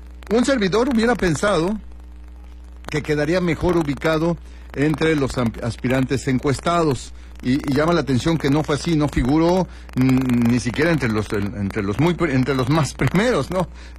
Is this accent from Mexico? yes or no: yes; Mexico; la alegría de ser mexicanos, el orgullo de ser mexicanos